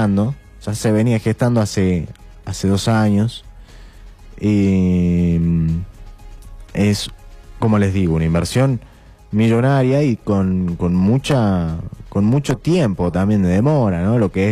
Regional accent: Argentina; Y bueno, par de cositas que nos pasan como argentinos también, ¿no?

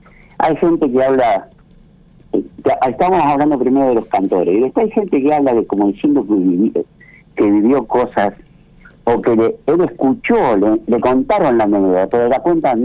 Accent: Santiago del Estero, Argentina; born there; Que desde el vientre de mi madre, cuando nací en Santiago del Estero, ya oía samba, canciones, folclore

